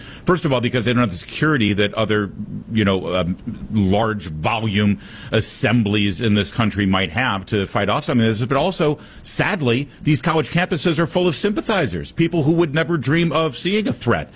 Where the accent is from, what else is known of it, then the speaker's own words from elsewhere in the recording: Michigan, United States; And of course, I'm originally from Michigan, so I hold this near and dear to my heart.